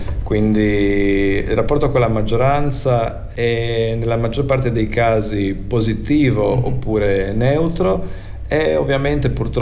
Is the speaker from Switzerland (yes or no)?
no; Rijeka, Primorje-Gorski Kotar County, Croatia; accent: Fiuman dialect; Il nostro dialetto, il nostro fiumano, che qui è un mix molto particolare di di lingua italiana e di lingua croata.